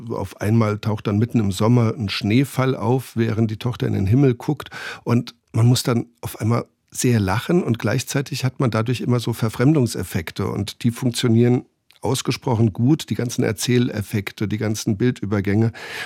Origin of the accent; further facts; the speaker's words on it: Hunsrück, Germany; Und ich komme selbst aus der Gegend